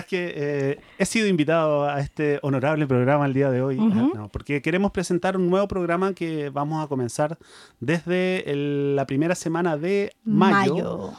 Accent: Chile; accent: Chilean

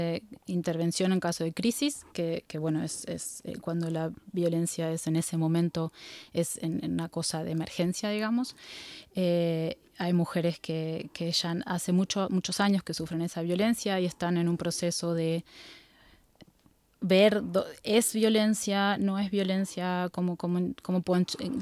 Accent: Buenos Aires Province, Argentina; Yo nací en el campo, en Buenos Aires, en la provincia de Buenos Aires.

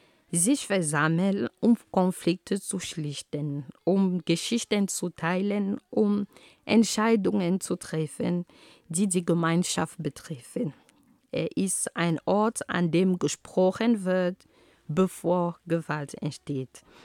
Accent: Cameroon; first language Romala; German is a second language; In meiner Heimat Kamerun heißt dieser Baum Pfeking oder Pfeking, je nach Region oder Sprache. Also meine Muttersprache lautet Romala.

